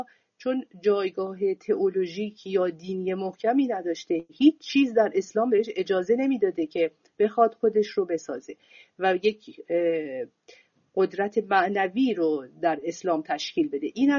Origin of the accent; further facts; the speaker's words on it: Iran; moved away as an adult; now in France; من وقتی از ایران آمدم و به فرانسه